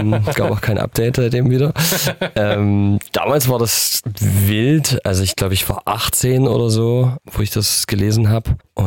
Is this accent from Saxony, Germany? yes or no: yes; Saxony, Germany; Ich liebe es, ins Erzgebirge nach Hause zu kommen. Ich liebe die Natur. Ich liebe die Menschen. Und das ist natürlich sehr, sehr schön. Und natürlich fühle ich mich als Kind von da.